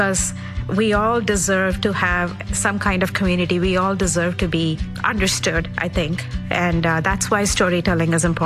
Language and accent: English; India; now in New York City, United States; I was born and raised in India. I work in tech. I do stand-up comedy and storytelling, mostly in New York City.